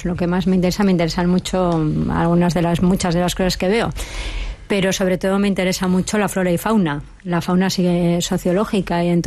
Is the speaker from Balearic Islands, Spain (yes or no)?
no; Basque Country, Spain; also born or lived in San Sebastián; lo digo porque yo soy vasca